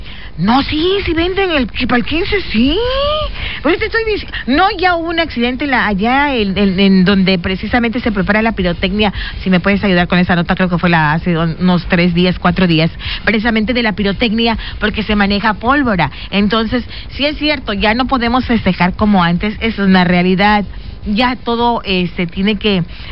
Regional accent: Mexico; así somos los mexicanos

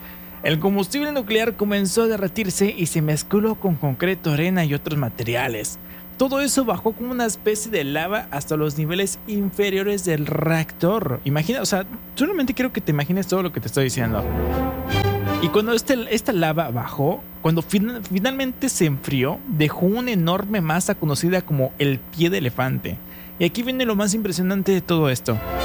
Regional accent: Yucatán, Mexico; accent: Yucatecan; normalmente trato, según yo, hablo muy neutro, pero, pues, al parecer no hablo neutro, hablo aporreado como lo yucateco, según ellos. Cantado aporreado.

